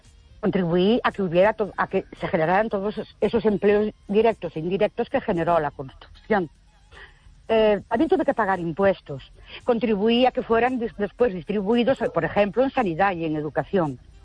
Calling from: Ourense, Galicia, Spain; de Ourense.

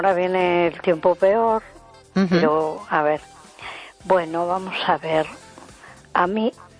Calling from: A Coruña, Galicia, Spain; de Coruña.

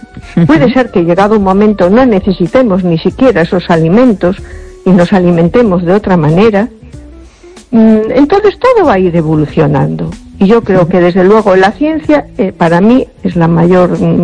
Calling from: A Coruña, Galicia, Spain; de Coruña.

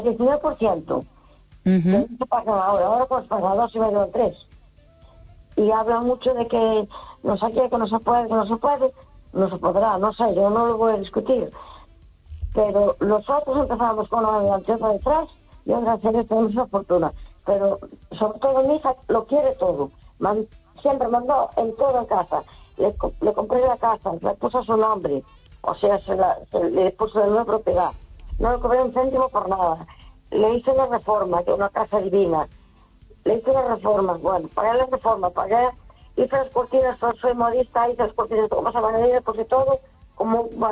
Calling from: A Coruña, Galicia, Spain; de Coruña.

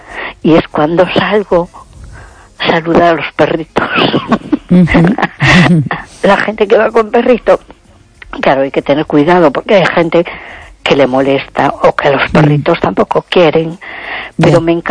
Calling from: A Coruña, Galicia, Spain; de Coruña.

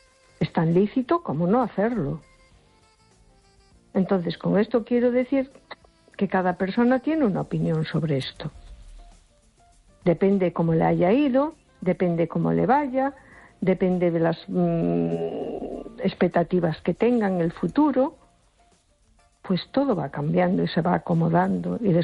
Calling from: A Coruña, Galicia, Spain; Hola, buenas noches. … de Coruña.

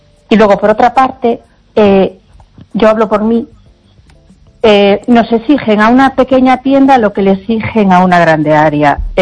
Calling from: A Coruña, Galicia, Spain; de Coruña.

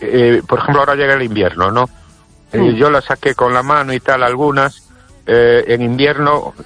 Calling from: Ourense, Galicia, Spain; Y Mari Carmen y oyentes … de Ourense.

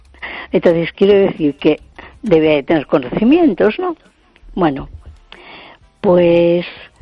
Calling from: A Coruña, Galicia, Spain; de Coruña.

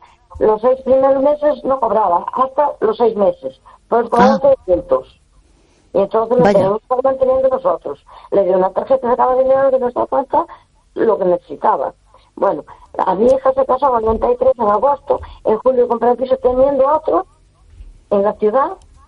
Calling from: A Coruña, Galicia, Spain; de Coruña.

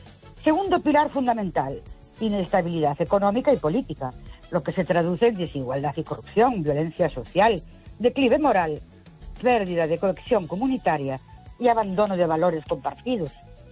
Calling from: Ourense, Galicia, Spain; Buenas noches. … de Ourense.

